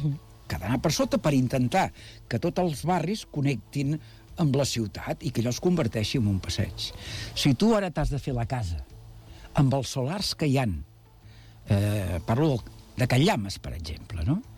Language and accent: Catalan; Badalona, Catalonia, Spain